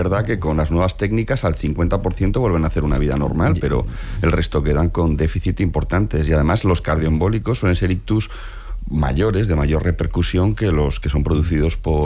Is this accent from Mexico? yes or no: no; Spain; Soy muy español en esto.